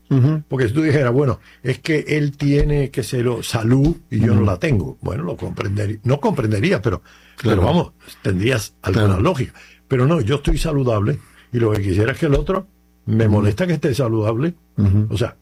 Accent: Cuba; Y yo que soy cubano, podría decir una lista de nombres

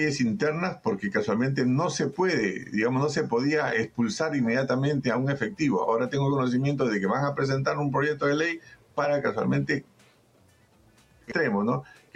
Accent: Peru; y los pagando somos todos los peruanos, ¿no?

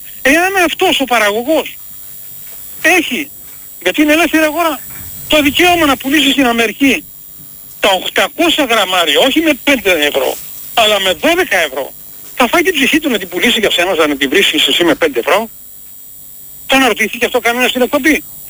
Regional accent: Macedonia, Greece; Εγώ είμαι Μακεδόνας ρε. Το καταλαβαίνετε. Ντόπιος Μακεδόνας.

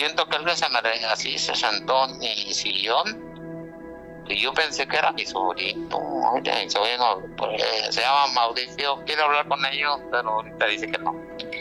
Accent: Guanajuato, Mexico; now in Chicago, United States; Desde Chicago. Bueno, yo soy de Guanajuato, pero ahorita estoy con Chicago

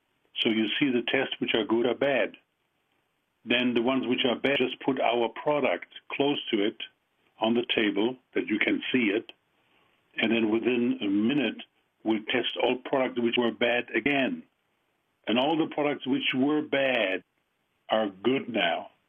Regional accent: Germany; accent: German; English is a second language; moved away as an adult; now in United States; Yes, with my strong German accent. I came to the United States as an adult, so I didn't live here all my life. I moved to the United States 25 years ago

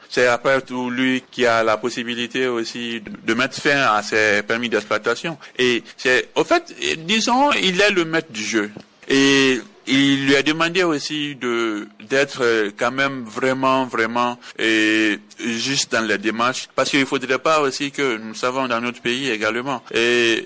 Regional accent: Siguiri, Kankan Region, Guinea; Entreprise, surtout même chez nous à Siguiri, c'est comme ça toujours.

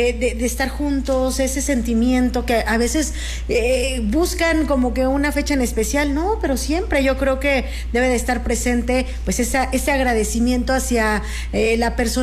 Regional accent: Cuernavaca, Morelos, Mexico; Y eso que somos aquí de Cuernavaca

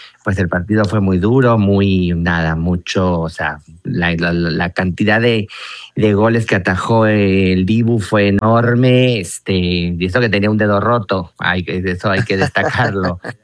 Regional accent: Mexico; yo como mexicano en la vida me he sentido ni discriminado

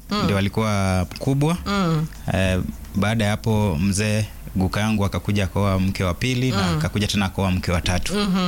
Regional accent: Butere, Kakamega County, Kenya; born there; nimezaliwa upande wa eneo la Butere. Mimi ni Mluya. Na mimi ni kijana wa kwanza kwa familia yetu.

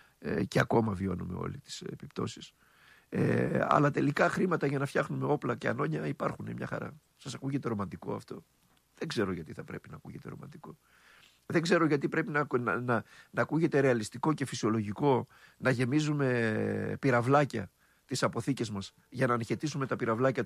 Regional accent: Thessaloniki, Central Macedonia, Greece; Να ορίστε, τώρα θα σε βολέψει, Δάφνη … αμέσως, αφού είμαι Θεσσαλονικιός.

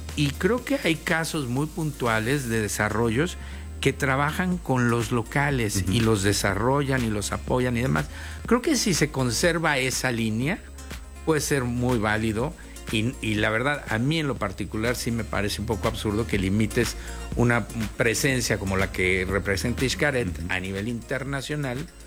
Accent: Mexico; como mexicano te sientes orgulloso

